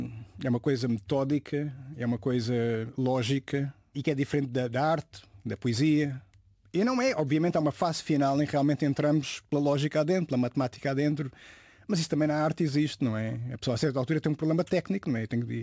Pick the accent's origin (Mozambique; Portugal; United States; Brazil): Portugal; Évora, Alentejo; Não. Eu vim de Évora com...